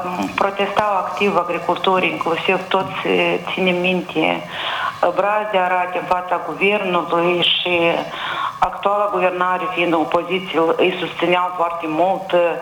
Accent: Chișinău, Moldova; și sunt din Chișinău.

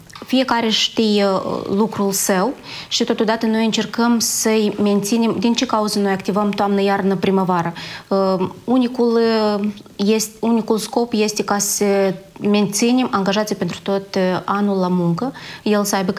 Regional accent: Molovata Nouă, Dubăsari District, Moldova; Eu sunt de Baștină din Mulovata Nouă.

